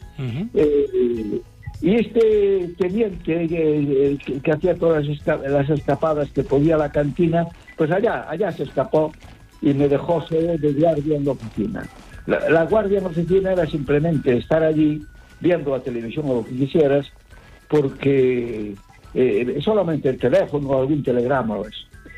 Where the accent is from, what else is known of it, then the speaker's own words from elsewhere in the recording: Ourense, Galicia, Spain; now in Barcelona, Spain; No, vale. No. Yo vivo en Barcelona, pero soy de Ourense.